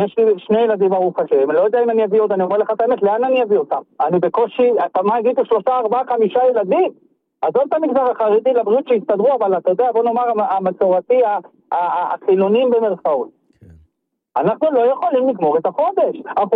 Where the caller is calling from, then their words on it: Tel Aviv-Yafo, Tel Aviv District, Israel; אני מיפו.